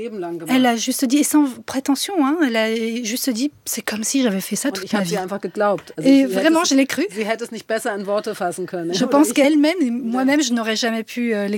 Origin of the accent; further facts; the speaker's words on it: Germany; French is a second language; puisque moi-même je suis allemande, de partir en tant que réalisatrice allemande et de faire ce film en Bulgarie